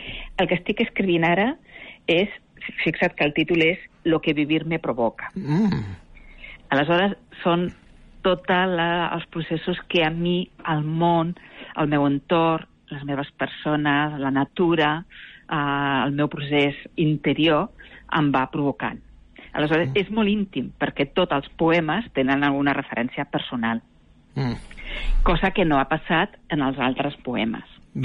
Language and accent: Catalan; Catalonia, Spain; No, jo sóc del Vallès Oriental.